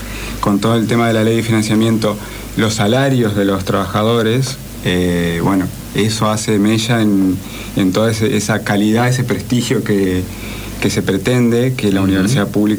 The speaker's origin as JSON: {"language": "Spanish", "country": "Argentina", "said": "para todo nuestro país, los argentinos"}